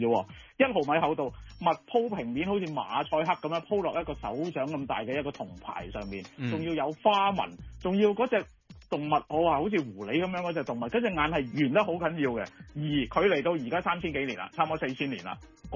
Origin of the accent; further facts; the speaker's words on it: Hong Kong; 我哋香港人